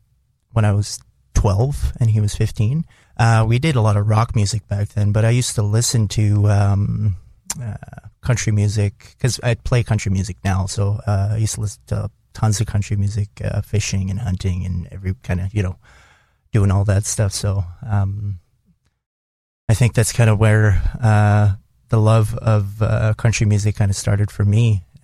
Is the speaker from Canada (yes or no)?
yes; Wabasca-Desmarais, Alberta, Canada; now in Edmonton, Canada; Yeah, I'm from Wabaska, Desmarais, about 3 hours north of Edmonton. Grew up there. Moved to the big city lights, to Edmonton when I was in my 20s.